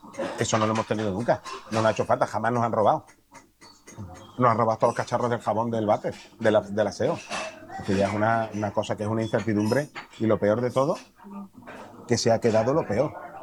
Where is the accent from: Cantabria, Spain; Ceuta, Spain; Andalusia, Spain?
Ceuta, Spain; nosotros somos las puertas de África. Bueno, perdón, somos la frontera de África, las puertas de Europa.